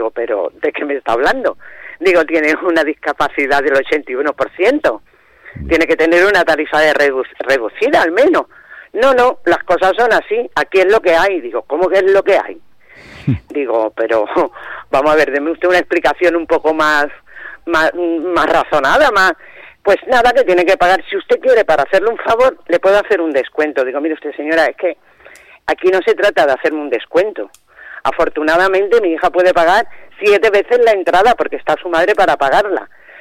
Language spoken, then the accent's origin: Spanish; Málaga, Andalusia, Spain; somos de Málaga y lo que nos hemos trasladado aquí a La Rioja por una parte por motivos de trabajo